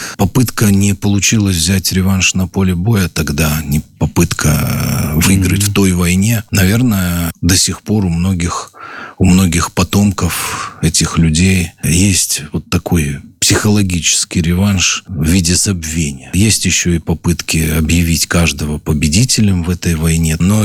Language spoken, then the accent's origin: Russian; Belarus; мы, белорусы, нация сплоченная, дружная